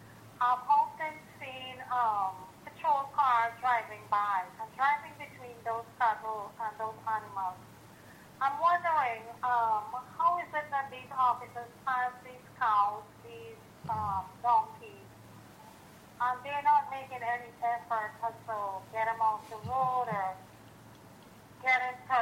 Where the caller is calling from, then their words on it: Istanbul, Turkey; At the same time, I'm calling from Istanbul.